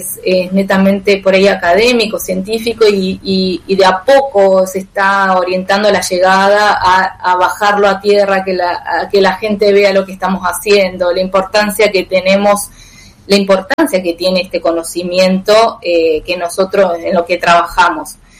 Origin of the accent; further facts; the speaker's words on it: Argentina; esa resiliencia que tenemos como argentinos